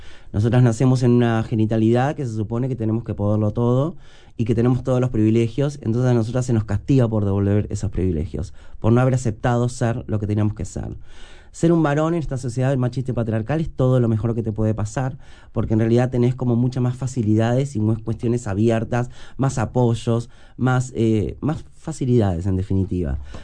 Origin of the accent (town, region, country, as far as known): San Carlos, Maldonado, Uruguay; born or raised there; moved away as an adult